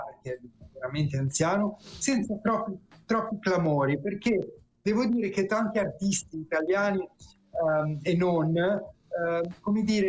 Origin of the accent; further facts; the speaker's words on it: Asti, Piedmont, Italy; dalle mie parti, ma dalle sue parti, nel senso che lui è proprio astigiano di nascita, sì.